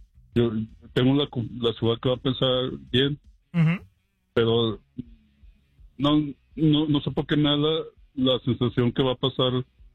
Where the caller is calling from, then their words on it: El Paso, Texas, United States; Desde El Paso.